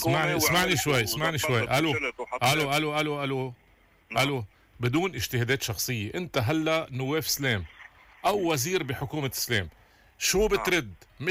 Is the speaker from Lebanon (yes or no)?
yes; Lebanon; نحن كلبنانية